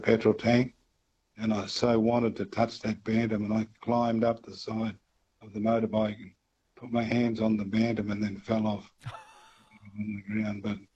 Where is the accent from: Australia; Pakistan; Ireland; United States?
Australia; Alice Springs, Northern Territory; I was born in Alice, yeah.